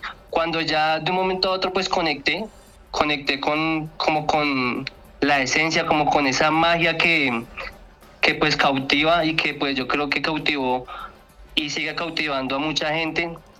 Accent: Bogotá, Bogotá Capital District, Colombia; yo soy pues de Bogotá, en el barrio Kennedy

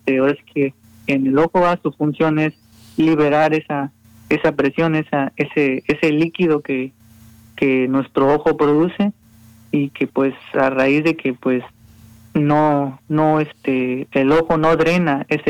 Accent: Costa Rica; soy orgullosamente costarricense

